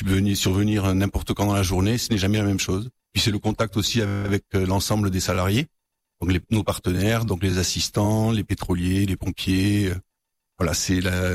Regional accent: Provence-Alpes-Côte d'Azur, France; moved away as an adult; now in Nantes, France; je viens de la région niçoise. Avant de venir à Nantes, j'ai travaillé 20 ans à l'aéroport de Nice. Et donc en 2022, je suis venu relever un challenge.

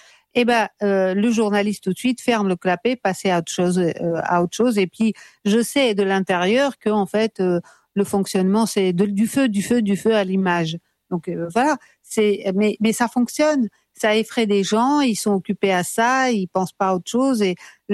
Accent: Russia; now in France; j'ai vécu l'URSS de l'intérieur, hein. Moi j'ai grandi avec les parents qui étaient des dissidents

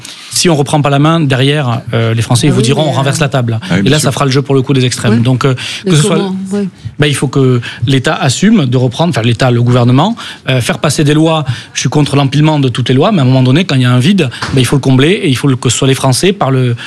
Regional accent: Occitanie, France; je viens du Lot

